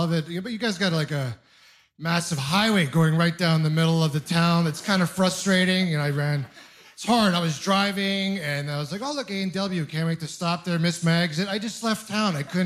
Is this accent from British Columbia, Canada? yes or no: no; Ontario, Canada; I'm originally from Ontario, and I've got a lot of friends that have been popping out kids in the last few years.